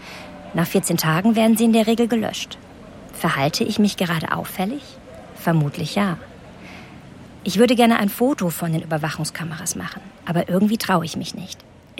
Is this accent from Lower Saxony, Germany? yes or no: no; Cologne, North Rhine-Westphalia, Germany; Ich stehe am Kölner Hauptbahnhof. Als Kölnerin bin ich häufig hier.